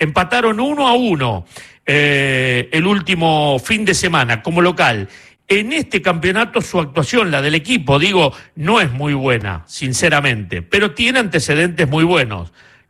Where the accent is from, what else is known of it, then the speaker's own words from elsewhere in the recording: Argentina; con una noticia que en la Argentina, y yo como argentino, sabíamos que estaba próxima a llegar